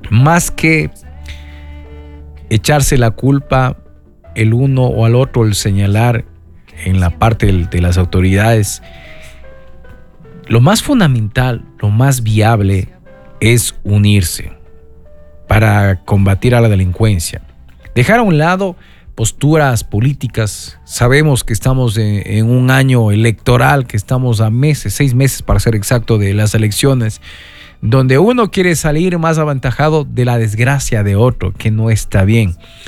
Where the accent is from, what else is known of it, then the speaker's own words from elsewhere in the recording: Ibarra, Imbabura, Ecuador; duele como ibarreño, duele como ecuatoriano